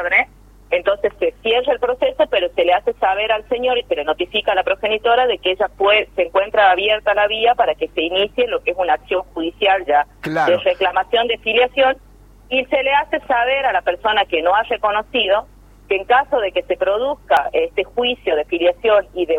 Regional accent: Tartagal, Salta, Argentina; estamos los de Tartagal

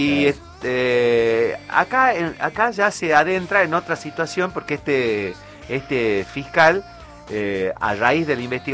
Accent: Argentina; Porque no creo que a nosotros nos ven representados porque somos argentinos, creo.

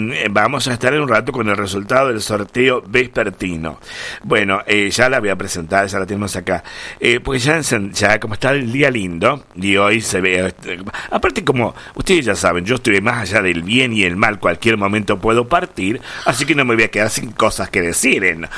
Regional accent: Argentina; somos así los argentinos

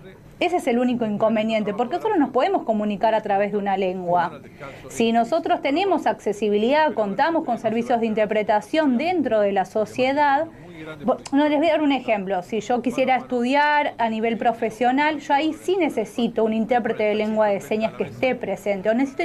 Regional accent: Argentina; en realidad somos todos argentinos

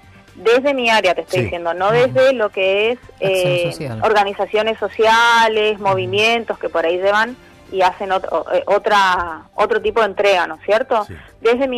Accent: Argentina; como somos los argentinos resilientes y también vamos a poder salir de esta situación como ya nos ha pasado en el 2001

